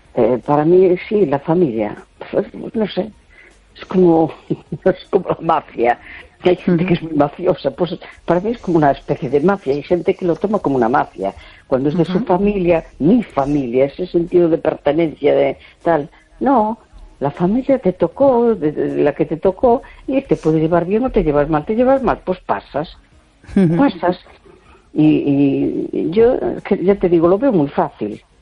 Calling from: A Coruña, Galicia, Spain; de La Coruña.

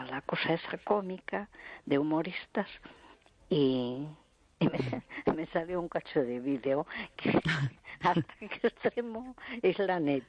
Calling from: A Coruña, Galicia, Spain; de Coruña.

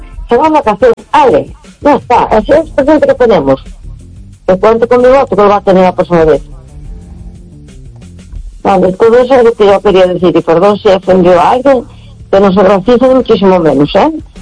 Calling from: A Coruña, Galicia, Spain; de Coruña.

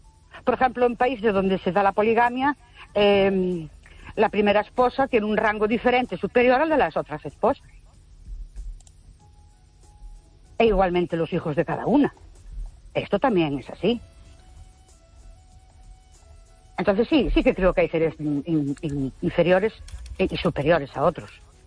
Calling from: Ourense, Galicia, Spain; de Ourense

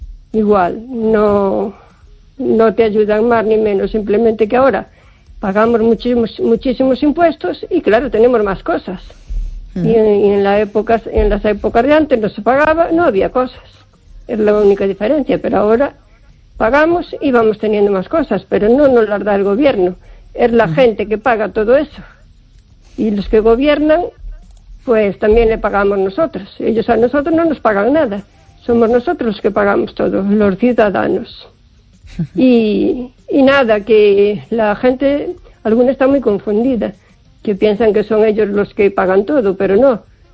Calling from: O Carballiño, Galicia, Spain; de Carballiño.

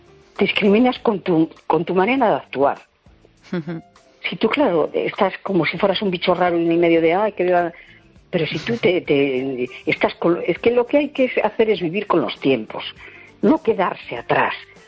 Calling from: A Coruña, Galicia, Spain; Hola, buenas noches … de La Coruña.

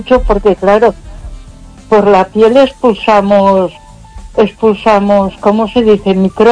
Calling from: Ponferrada, Castile and León, Spain; de Ponferrada.

